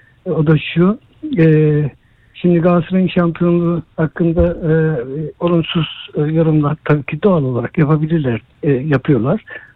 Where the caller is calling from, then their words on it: Gebze, Kocaeli, Turkey; Gezce'den arıyorum.